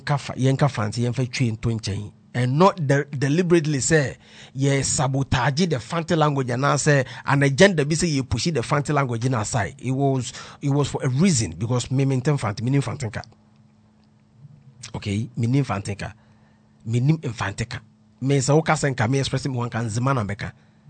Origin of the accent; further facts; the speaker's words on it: Ghana; We are Ghanaians. Yeah, we are Ghanaians.